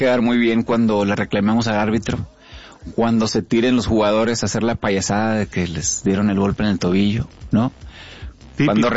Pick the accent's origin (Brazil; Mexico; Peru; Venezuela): Mexico; Monterrey, Nuevo León; born or raised there